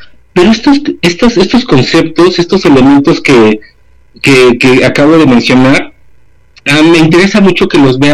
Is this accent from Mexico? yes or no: yes; Mexico